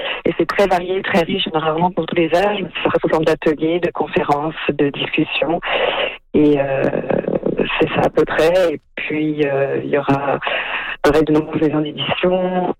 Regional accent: France; also born or lived in Nova Scotia; now in Canada; en fait, je viens de France et ça fait 7 ans que je vis au Canada et j'ai vécu 5 ans en Nouvelle-Écosse

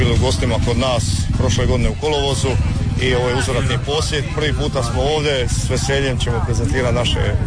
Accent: Dalmatia, Croatia; naučili smo i mi na temperature dole kod nas na jugu.

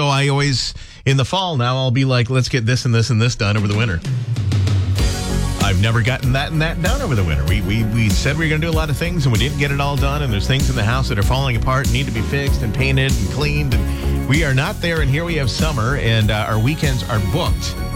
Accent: Minnesota, United States; I'm a Minnesotan like you

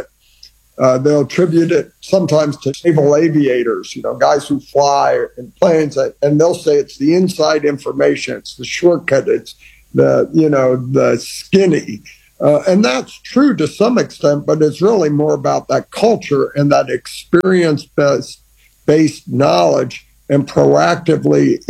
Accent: Iran; My brother, my sister, and I as a kid growing up in Iran.

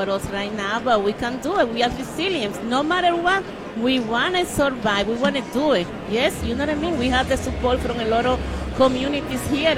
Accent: Dominican Republic; moved away as an adult; now in Boston, United States; I'm from Dominican Republic.

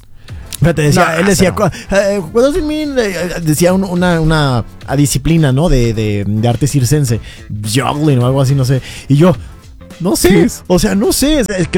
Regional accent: Mexico; Ni tampoco decir que todos los mexicanos somos súper desordenados.

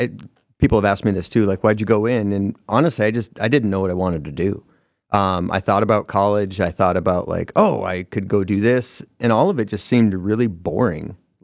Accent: Bismarck, North Dakota, United States; moved away as an adult; now in Fargo, United States; born and raised in Bismarck, North Dakota.

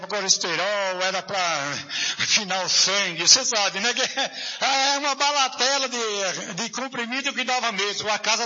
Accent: Jundiaí, São Paulo, Brazil; Eu sou lá da cidade de Jundiaí.

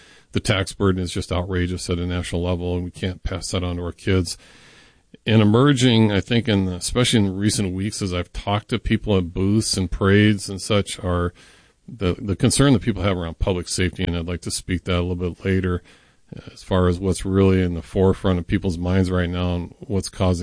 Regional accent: Montana, United States; also born or lived in North Dakota; now in Minnesota, United States; I grew up in Montana, North Dakota, and came to Minnesota, fell in love with the state, and raised three children here.

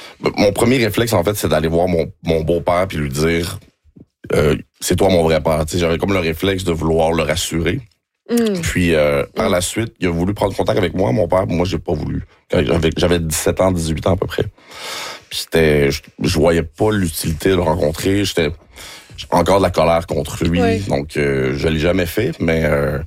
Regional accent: Montreal, Quebec, Canada; born there; Je suis né à Montréal-Nord, par exemple.

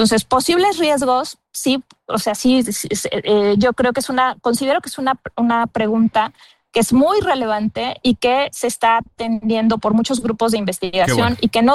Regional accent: Mexico; como mexicanos generamos alrededor de 60 kilogramos de plástico por persona al año.

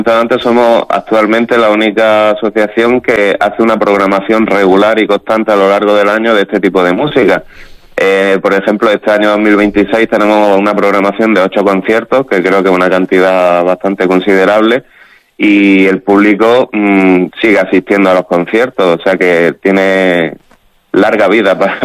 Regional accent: Almería, Andalusia, Spain; moved away as an adult; now in Melilla, Spain; yo no soy de Melilla, soy de Almería, llevo aquí en Melilla 11 años.

